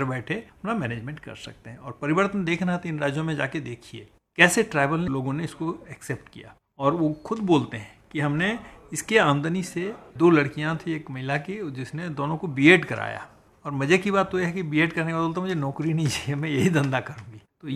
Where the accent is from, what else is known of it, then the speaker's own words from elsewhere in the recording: Jharkhand, India; also born or lived in Karnal; मैं चूंकि एक ग्रामीण परिवेश से पला बढ़ा हूँ, मैं झारखंड का रहने वाला हूँ